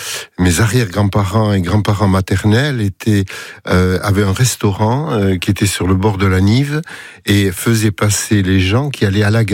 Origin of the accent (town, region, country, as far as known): Itxassou, Nouvelle-Aquitaine, France; also born or lived in Cambo-les-Bains